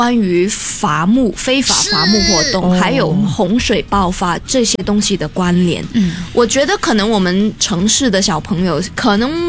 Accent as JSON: {"language": "Chinese", "country": "Malaysia", "moved": "yes", "lives_now": "Singapore", "said": "我是马来西亚人嘛，就是从新加坡回马来西亚的路上"}